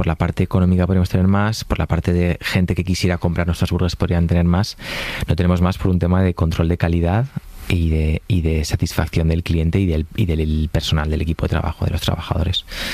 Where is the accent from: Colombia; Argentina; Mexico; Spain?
Spain; Valencian Community; Me gusta hacer paellas, los domingos hago paellas como buen valenciano en casa